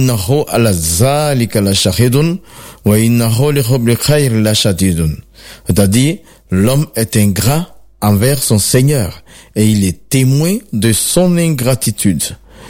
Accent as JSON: {"language": "French", "country": "Côte d’Ivoire", "said": "je suis originaire de la Côte d'Ivoire."}